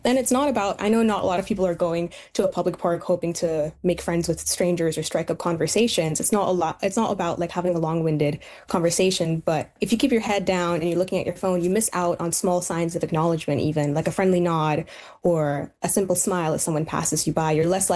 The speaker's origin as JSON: {"language": "English", "town": "Richmond", "region": "British Columbia", "country": "Canada", "tie": "born or raised there", "said": "But growing up in Richmond City Centre, Richmond is an immigrant city. Richmond City Centre is an immigrant neighborhood."}